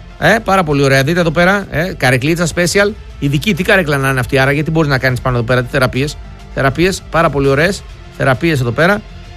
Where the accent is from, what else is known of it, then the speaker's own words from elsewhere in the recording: Northern Greece, Greece; Δεν ξέρω κιόλας … είμαι από το Βορρά.